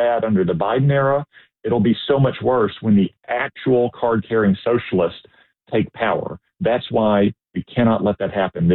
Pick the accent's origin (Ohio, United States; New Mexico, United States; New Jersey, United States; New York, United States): New York, United States; So, sir, as a New Yorker, thank you so much.